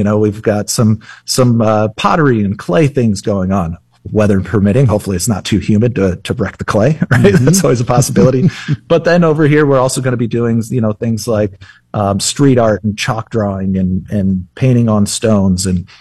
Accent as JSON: {"language": "English", "town": "Cedar Rapids", "region": "Iowa", "country": "United States", "tie": "born or raised there", "also_born_or_lived": "Denver", "said": "I grew up here in Cedar Rapids on the north side of town."}